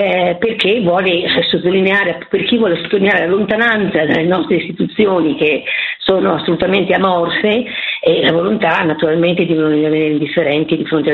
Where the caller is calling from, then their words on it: Bergamo, Lombardy, Italy; sono dell'Ampi di Bergamo